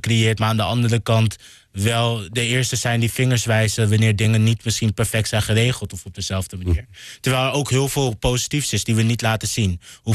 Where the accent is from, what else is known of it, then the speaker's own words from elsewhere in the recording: Netherlands; born there; also born or lived in Nigeria; Ik ben zelf Nigeriaans, daar geboren. Ja. Opgegroeid in een Europees-Nederlandse context.